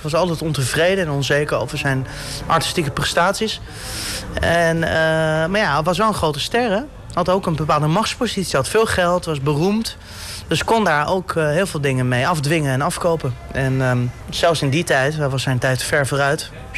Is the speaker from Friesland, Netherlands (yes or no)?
no; The Hague, South Holland, Netherlands; Het equivalent van Schilderswijk, waar ik vandaan kom.